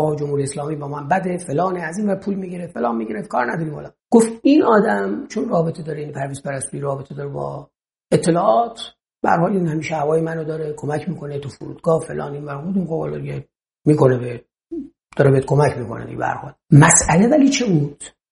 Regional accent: Gilan, Iran; خب بچه گیلانم

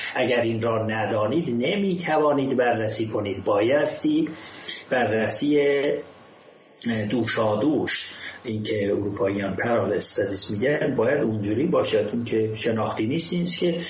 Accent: Ardabil, Ardabil Province, Iran; در زبان مردم اردبیل که من اردبیلی هستم،

